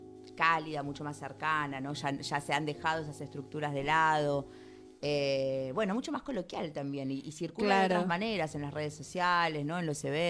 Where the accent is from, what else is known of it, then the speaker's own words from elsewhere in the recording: Santa Teresita, Buenos Aires Province, Argentina; yo soy de Santa Teresita, que es una localidad balnearia ahí en el Partido de la Costa